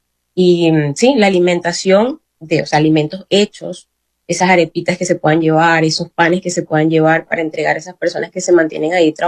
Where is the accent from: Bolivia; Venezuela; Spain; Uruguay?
Venezuela; Barquisimeto, Lara